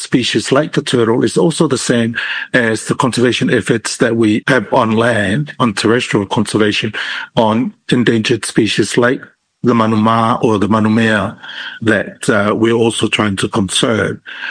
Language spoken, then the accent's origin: English; Utuali'i, American Samoa; I grew up in Utuali'i, right along the coast.